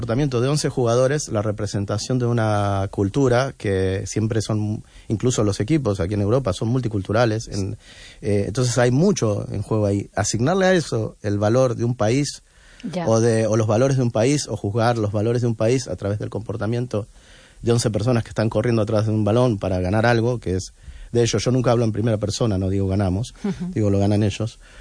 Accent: Argentina; moved away as an adult; now in Galicia, Spain; Yo soy argentino.

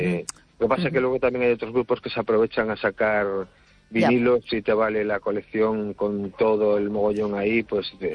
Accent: Cangas, Spain; yo soy de Cangas

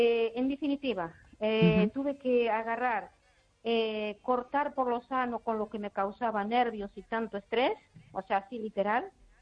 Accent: Ourense, Galicia, Spain; aquí de Orense, ¿sabes?

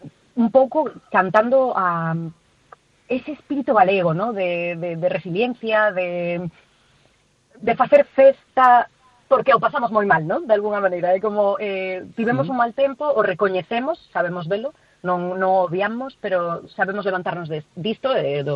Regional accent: Galicia, Spain; A xente que somos daqui de Galicia sabemos que esos son para ser galegos

